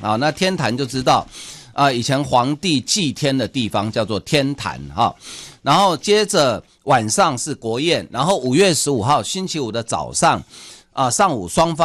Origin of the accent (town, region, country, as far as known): Taiwan